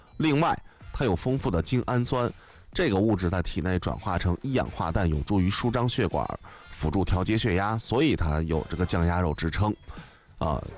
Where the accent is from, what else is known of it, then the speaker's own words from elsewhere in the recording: Anhui, China; 尤其咱们安徽人对吃鸡太讲究了